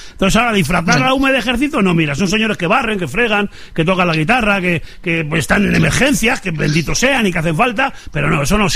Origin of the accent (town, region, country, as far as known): Spain